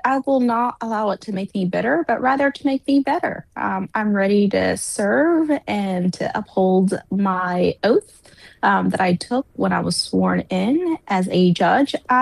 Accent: United States; As an American

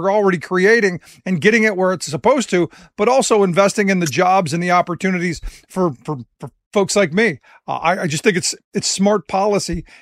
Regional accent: Cleveland, Ohio, United States; No, look, I grew up in Cleveland, and this, I hate to cut you off, but I grew up in Cleveland

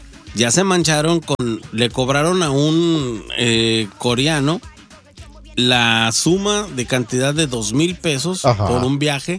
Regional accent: Jalisco, Mexico; Y piensan que soy de allá del Cerro Bajado, y sí soy del Cerro Bajado a mucha honra

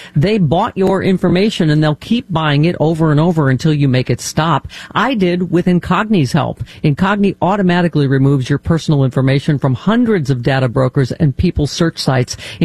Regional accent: Lockport, New York, United States; moved away; She's up near where I'm from, Lackport.

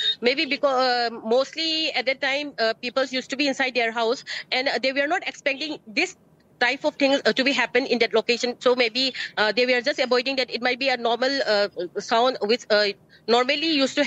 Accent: India; But, sir, you are an Indian. I'm also an Indian, as much as you are an Indian, sir.

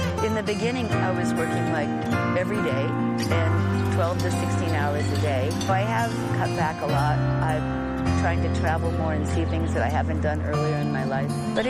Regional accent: Minnesota, United States; now in California, United States; I mean, I came from Minnesota, where 9 months of the year it's freezing, and here, 9 months of the year, it's wonderful.

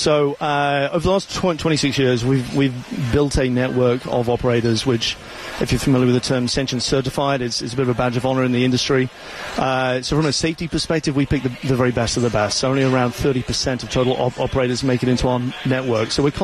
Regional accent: England, United Kingdom; I'm English, so I've been following along too.

